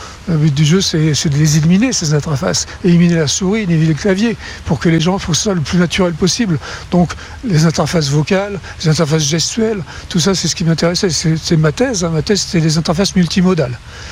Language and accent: French; France; accent: French; now in United States; Donc, j'ai gardé un accent très français aujourd'hui, mais bon, ça va mieux. Et donc, j'ai appris à parler anglais.